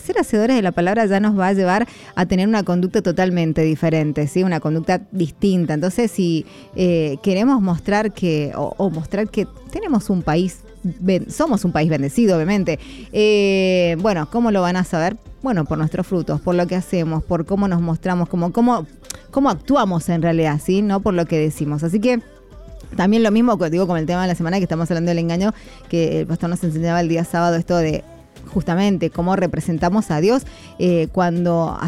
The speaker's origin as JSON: {"language": "Spanish", "country": "Argentina"}